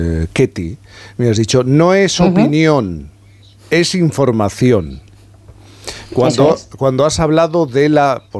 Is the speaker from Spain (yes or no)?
yes; Cádiz, Andalusia, Spain; Yo que soy gaditano, era una de las excursiones típicas de los colegios, de los estudiantes gaditanos, ir a Gibraltar